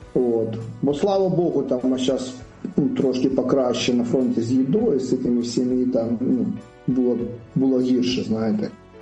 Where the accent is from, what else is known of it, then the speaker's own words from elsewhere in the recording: Crimea, Ukraine; born there; moved away; also born or lived in Donetsk / Kherson Oblast; а сам теж переселенець. Чого? Бо я народився в Криму